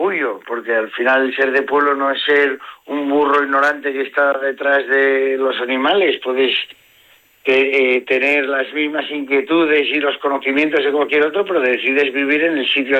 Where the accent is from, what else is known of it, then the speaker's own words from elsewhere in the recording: Asturias, Spain; accent: Asturian; aunque sea asturiano y hable con el acento asturiano